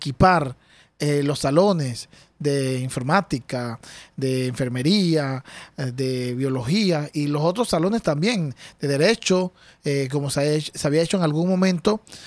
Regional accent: Escobal, Colón, Panama; gente que viene de las costas, de donde soy yo, de Escobal, de Cuipo

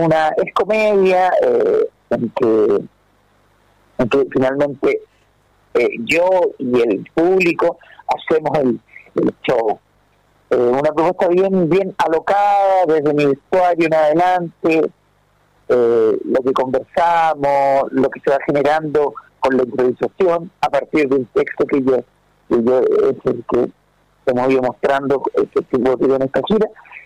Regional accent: Chile; yo como chileno

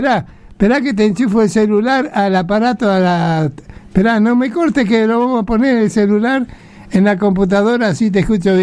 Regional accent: Buenos Aires, Argentina; born there; moved away as an adult; now in Gregorio de Laferrere, Argentina; Yo vivía en Capital, en Pompeya, donde tengo mi casa que nací. Y porque ahora vivo en La Ferrere.

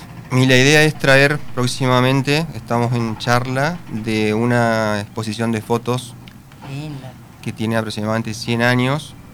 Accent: Paraná, Entre Ríos, Argentina; born there; Yo nací en Bajada Grande, en la zona se asentaron eslovenos y croatas, vinieron... Son los dos asentamientos más grandes que se dieron en la zona de Paraná, en Bajada Grande.

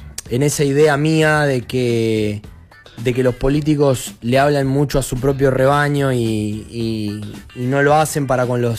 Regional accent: Argentina

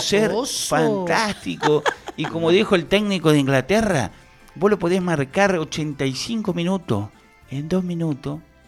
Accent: Argentina; soy argentino

